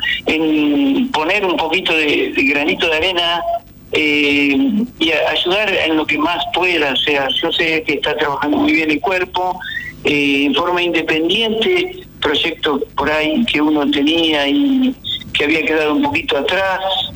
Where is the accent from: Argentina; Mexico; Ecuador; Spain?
Argentina; Paraná, Entre Ríos; yo primero que no soy político, soy un ciudadano de Paraná